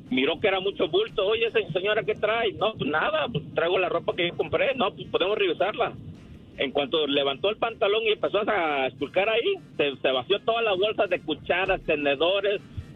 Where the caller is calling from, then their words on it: Ohio, United States; Vengo de visita a California, soy de Ohio.